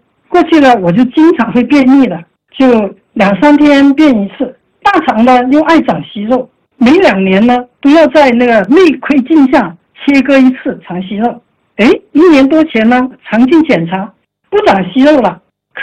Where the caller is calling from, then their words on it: Shenzhen, Guangdong, China; 我来自广东深圳